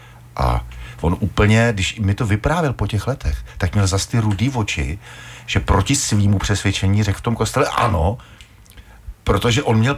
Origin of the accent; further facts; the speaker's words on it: Zlín Region, Czechia; Takže my jsme Valaši, jedna rodina.